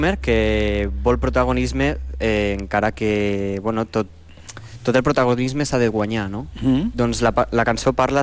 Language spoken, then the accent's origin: Catalan; Escaldes-Engordany, Andorra; Sí, sóc un andorrà d'Escaldes, però jo sempre dic que sóc ciutadà del món